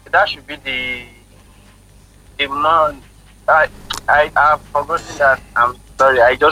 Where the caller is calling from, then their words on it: Olodo, Nigeria; from Olodo.